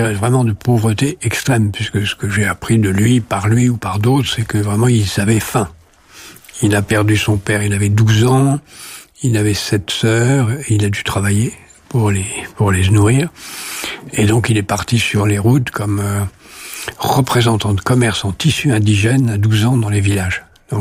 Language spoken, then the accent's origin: French; Algiers, Algiers Province, Algeria; born there; moved away; also born or lived in France; Non, je suis né en France. À Alger, en France.